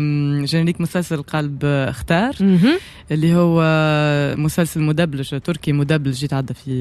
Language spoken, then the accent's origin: Arabic; Tunisia